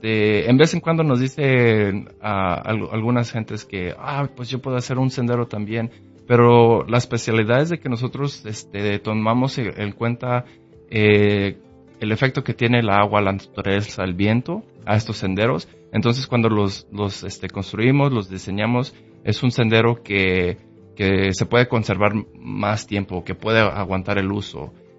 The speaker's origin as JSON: {"language": "Spanish", "town": "Omaha", "region": "Nebraska", "country": "United States", "tie": "born or raised there", "said": "tengo mis raíces basadas de Guadalajara, México, pero toda mi vida he crecido aquí en la ciudad de Omaha."}